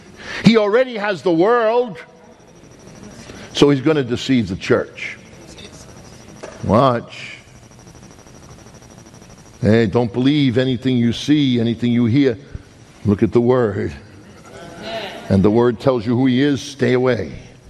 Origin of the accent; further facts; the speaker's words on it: New York, United States; I have to pray two prayers for the New York Giants. I'm a New Yorker.